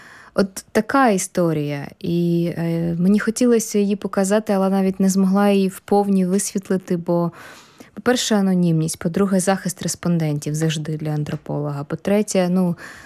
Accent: Kyiv, Ukraine; born or raised there

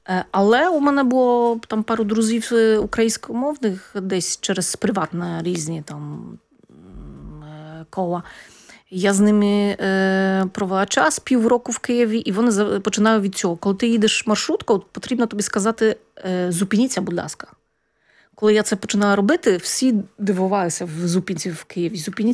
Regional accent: Przemyśl, Subcarpathian Voivodeship, Poland; Ukrainian is a second language; now in Kraków, Poland; Я сама родом з Перемишля

